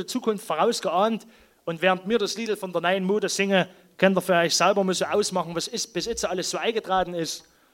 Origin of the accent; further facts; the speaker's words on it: Thum, Saxony, Germany; Also wir kommen ja nur aus der Haupt- und Weltstadt Thum im Erzgebirge.